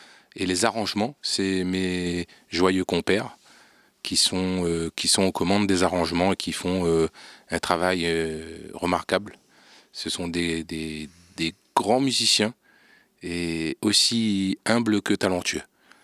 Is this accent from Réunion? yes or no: yes; Réunion; born there; moi, je suis né à La Réunion. Mes parents sont allés à La Réunion il y a 50 ans. C'est très longtemps. Et ils y sont morts. La Réunion, c'est chez moi. Et en même temps, j'ai eu cette double culture parce que mes parents venaient de métropole, de France.